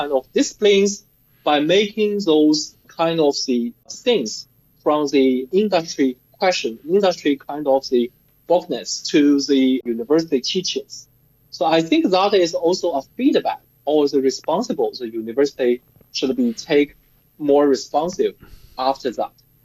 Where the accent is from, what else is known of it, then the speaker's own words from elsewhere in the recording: Ningbo, Zhejiang, China; I'm born in Ningbo. So actually, my hometown is full of this kind of manufacturing in this textile business.